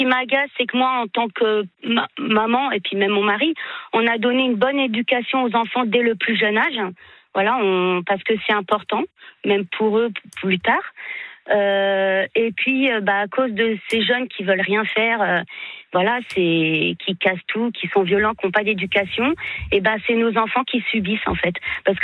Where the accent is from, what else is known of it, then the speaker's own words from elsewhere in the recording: Île-de-France, France; Moi, j'ai grandi près de Garches-Charcelles